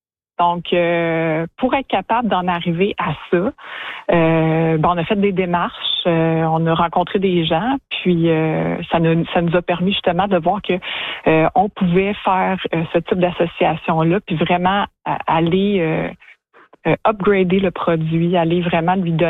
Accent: Saint-Jérôme, Quebec, Canada; now in Girardville, Canada; moi, j'ai grandi à Saint-Jérôme

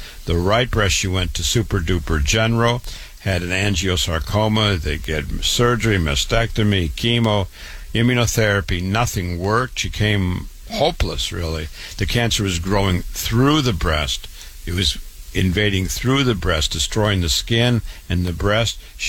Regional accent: Waterloo, Iowa, United States; born and raised in Waterloo, Iowa. Went to public school, university, MD at 25, like my brother Ted.

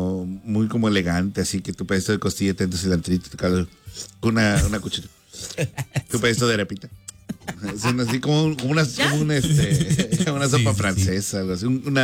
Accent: Mexico; moved away; ya ves que nosotros en México tenemos

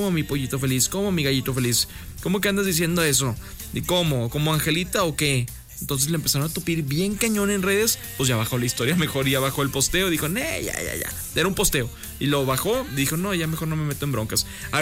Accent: Monterrey, Nuevo León, Mexico; Yo soy de Monterrey, ¿qué? Yo apoyo al Necaxa, por ejemplo.

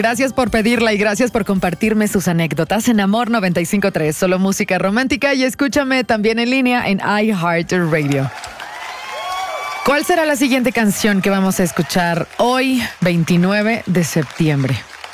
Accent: Mexico; la música de … es algo que nos une como mexicanos y que es algo muy nuestro

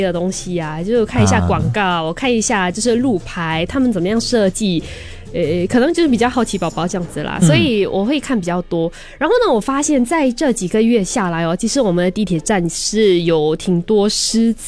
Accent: Singapore; 因为我们新加坡就是双语教育嘛

